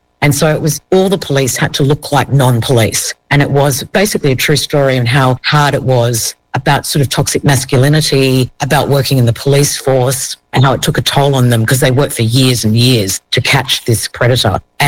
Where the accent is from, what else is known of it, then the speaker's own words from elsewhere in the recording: Bondi, New South Wales, Australia; I grew up in Australia. I was born and bred in Bondi with a white Australian mother, and my father's Iranian, but he left when I was two.